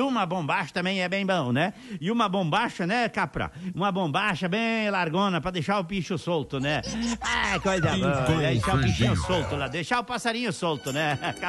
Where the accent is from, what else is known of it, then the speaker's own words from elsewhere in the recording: Rio Grande do Sul, Brazil; Eu também sou gaúcho